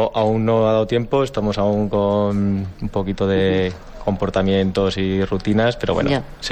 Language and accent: Spanish; Zaragoza, Aragon, Spain; moved away as an adult; also born or lived in Biescas; now in Sabiñánigo, Spain; Yo soy de Zaragoza.